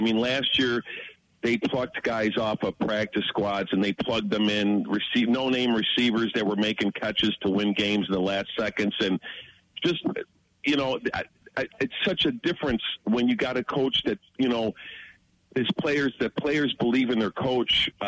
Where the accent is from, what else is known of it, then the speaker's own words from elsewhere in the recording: Illinois, United States; I grew up in the Chicago suburbs.